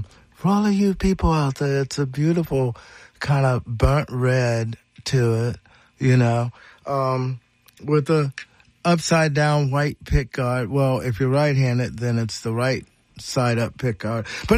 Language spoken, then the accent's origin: English; Marion, Ohio, United States; born there; now in Columbus, United States; my blues got to come from the Rust Belt and some cornfields outside of Marion, Ohio.